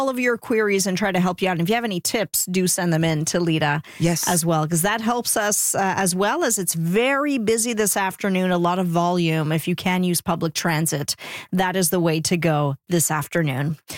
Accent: Montreal, Quebec, Canada; when people would hear I'm from Montreal

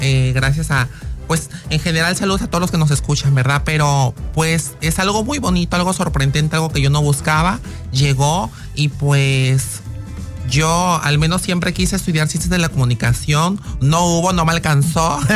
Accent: Veracruz, Mexico; born there; en el lugar que yo nací, aquí en el puerto de Veracruz, y en donde yo nací

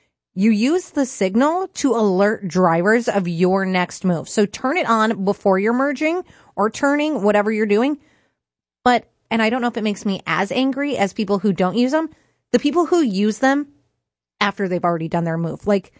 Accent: Illinois, United States; I am from Illinois

